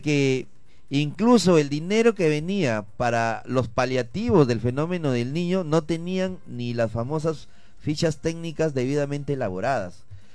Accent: Piura, Peru; born there; Pero sobre todo somos octubrinos. Y sobre todo anhelamos que el pueblo en el cual hemos nacido y que vivimos salga adelante.

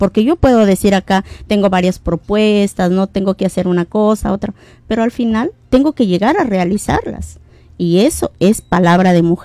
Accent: Ayabaca, Piura, Peru; yo soy ayabaquina del Alto Piura

